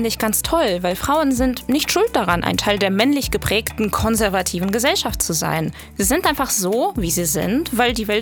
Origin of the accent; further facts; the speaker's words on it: Russia; moved away; Ich komme selbst aus der Grenzregion zu Kasachstan, aber auf der russischen Seite.